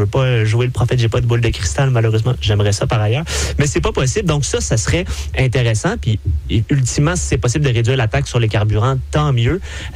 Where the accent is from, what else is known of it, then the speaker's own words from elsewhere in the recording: Quebec, Canada; en tant que Québécois